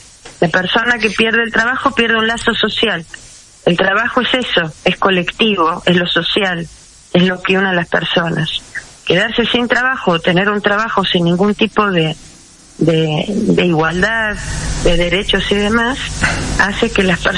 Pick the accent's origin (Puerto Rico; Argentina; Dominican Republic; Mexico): Argentina